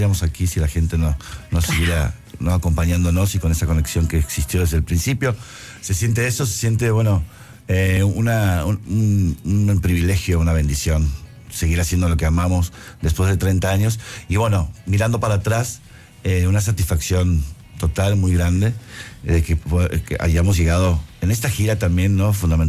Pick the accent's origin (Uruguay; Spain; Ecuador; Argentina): Argentina; Buenos Aires; now in Mexico City, Mexico; Yo soy de Buenos Aires.